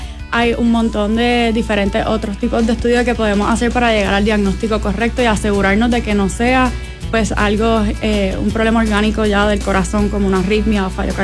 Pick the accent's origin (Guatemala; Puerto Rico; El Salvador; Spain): Puerto Rico; San Juan; first language Spanish; moved away as an adult; now in El Paso, United States; Pues soy de San Juan, Puerto Rico. Llevo en El Paso 10 meses, casi un año.